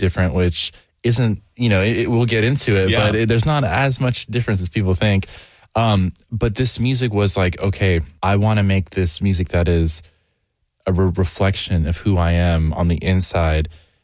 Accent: Tennessee, United States; now in Nashville, United States; You know, I grew up in East Tennessee. I've been in Nashville for the past almost 10 years. This is a representation of both sides of my identity. You know, I'm from the birthplace of country music.

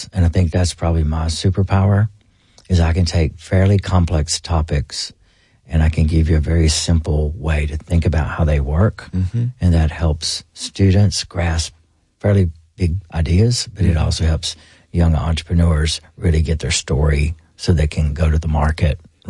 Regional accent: Booneville, Mississippi, United States; born or raised there

